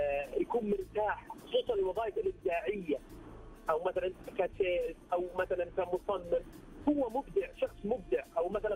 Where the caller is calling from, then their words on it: Riyadh, Riyadh Province, Saudi Arabia; من الرياض.